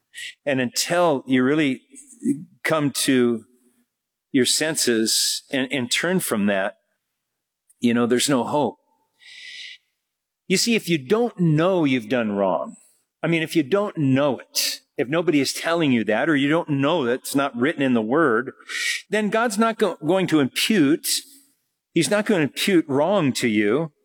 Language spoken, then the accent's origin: English; Germany; I'm from Germany in the Autobahn.